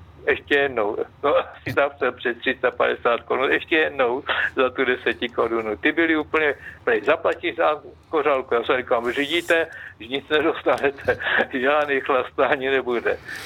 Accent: Kostelec nad Orlicí, Hradec Králové Region, Czechia; to já jsem z Kostelce, to je na Zorlici

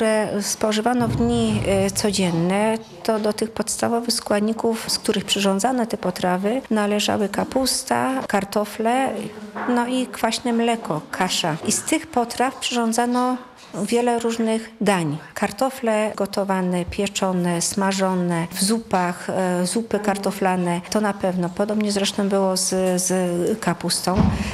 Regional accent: Silesian Voivodeship, Poland; Ja jestem Ślązaczką z urodzenia i ta kuchnia śląska jest obecna w moim życiu cały czas.

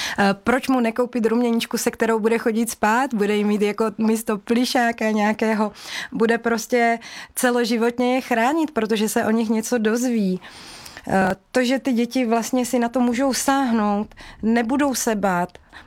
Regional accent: Moravičany, Olomouc Region, Czechia; now in Mohelnice, Czech Republic; pocházím z Moravičan a mám ty Moravičany strašně moc ráda

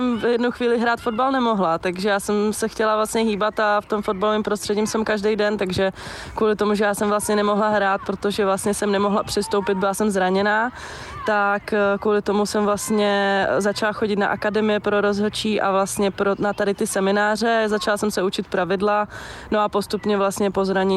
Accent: Moravia, Czechia; moved away; já jsem vlastně původně z Moravy

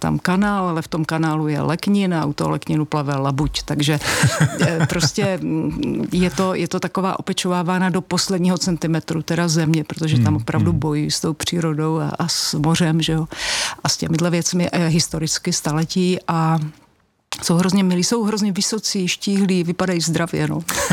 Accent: South Moravian Region, Czechia; Já jsem nížiny typ, já jsem děvče z Jižní Moravy, takže mě jakýkoliv kopec prostě trošku jako irituje.

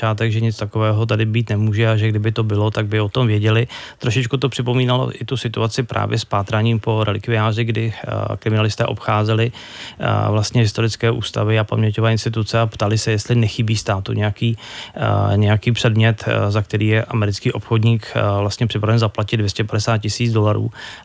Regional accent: Plzeň, Plzeň Region, Czechia; Tak já jsem původem z Plzně, takže spíš tíhnu pivu.

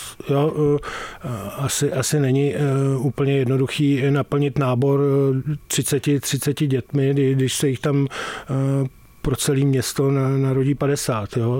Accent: Prague, Czechia; jsem z Prahy, celý život jsem prožil v Praze

